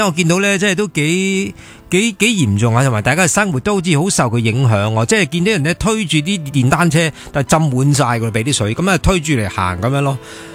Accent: Hong Kong

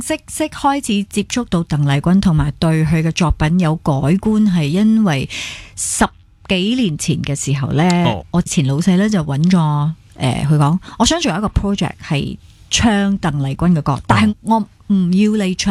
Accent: Malaysia; 我们马来西亚人

